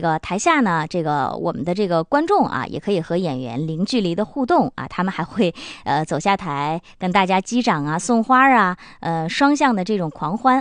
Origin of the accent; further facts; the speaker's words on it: Harbin, Heilongjiang, China; 我们哈尔滨人